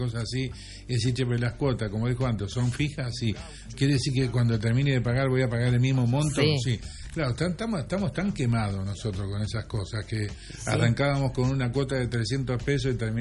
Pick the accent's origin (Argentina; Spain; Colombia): Argentina; me siento más argentino que nunca.